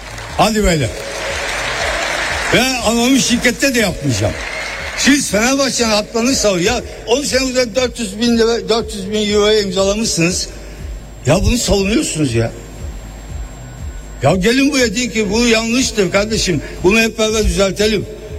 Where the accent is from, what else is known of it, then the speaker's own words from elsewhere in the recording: Ergani, Diyarbakır Province, Turkey; born there; Ben Diyarbakır ve Ergana kasasında doğdum